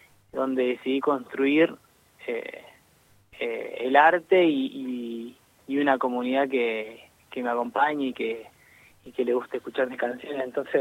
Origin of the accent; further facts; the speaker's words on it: Bajada del Agrio, Neuquén, Argentina; now in Zapala, Argentina; Soy de Bajada del Agrio.